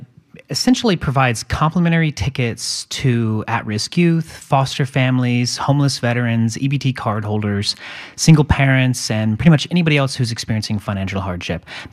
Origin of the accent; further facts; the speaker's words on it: Oregon, United States; I've been thinking about different tone woods to use from my home state.